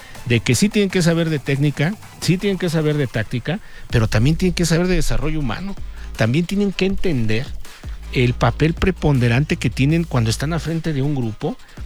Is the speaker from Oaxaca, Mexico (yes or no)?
no; Irapuato, Guanajuato, Mexico; Yo soy de Irapuato, ya me considero de aquí, hoy desempeño una función en gobierno del estado.